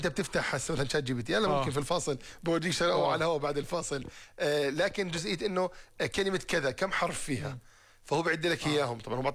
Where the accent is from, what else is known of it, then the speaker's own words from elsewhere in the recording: Jordan; عندنا بالاردن